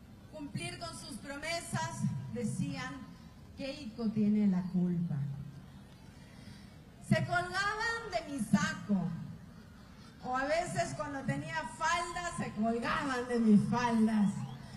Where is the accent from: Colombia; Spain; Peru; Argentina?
Peru; así somos los peruanos. Los peruanos tenemos esa capacidad para no rendirnos.